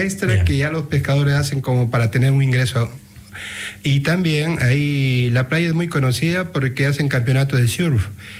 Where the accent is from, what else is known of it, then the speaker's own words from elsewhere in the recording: Trujillo, La Libertad, Peru; Bueno, yo vengo de la ciudad de Trujillo, prácticamente la tercera ciudad del país del Perú, y de ahí, justamente a 15 kilómetros, hay una playa de pescadores que se llama Huanchaco, y yo vivo ahí, mi familia, mis padres.